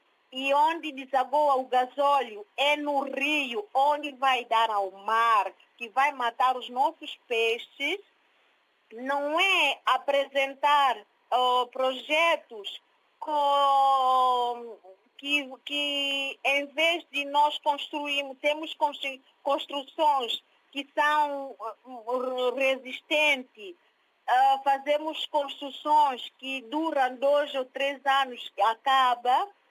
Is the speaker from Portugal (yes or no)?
no; São Tomé & Príncipe; E se estou a falar de Santo Tomé e Príncipe, nós somos ilha.